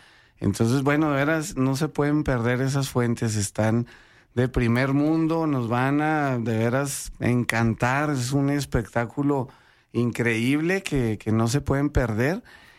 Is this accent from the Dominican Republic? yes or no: no; Guachochi, Chihuahua, Mexico; nos unamos como guachochenses